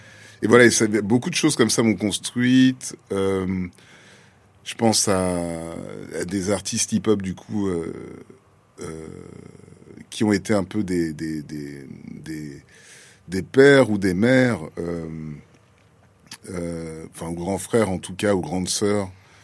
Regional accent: Dakar, Senegal; comme j'ai grandi à Dakar, il y a tout un pan aussi de la jeunesse diasporique que je n'ai pas forcément

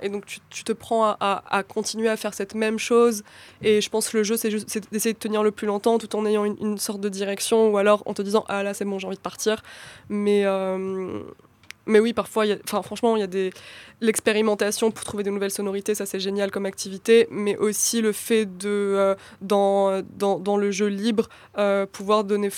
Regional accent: Kabylie, Algeria; moi aussi je suis kabyle, donc on parle un peu Ezol Flawen, etc.

